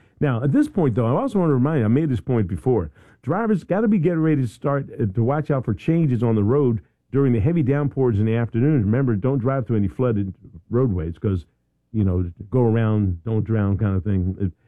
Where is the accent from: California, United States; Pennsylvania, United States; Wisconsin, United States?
Pennsylvania, United States; Philadelphia; I'm from Philly. I picked tomatoes. We used to get on the bus and drive out to Jersey and pick the Jersey tomatoes.